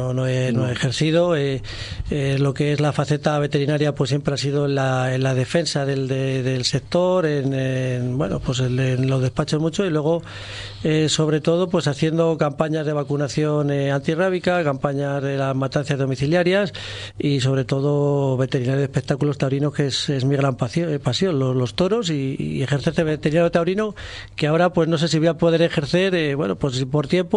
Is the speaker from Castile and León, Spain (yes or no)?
yes; Arévalo, Castile and León, Spain; also born or lived in Ávila; nosotros somos de la Moraña, somos de Arevalo.